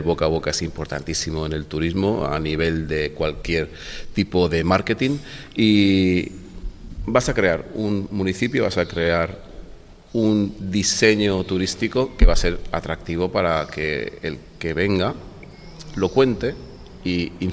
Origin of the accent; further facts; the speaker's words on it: Benidorm, Valencian Community, Spain; Mira, yo vengo, soy nacido en Benidorm y me he criado en la playa de Benidorm y su arena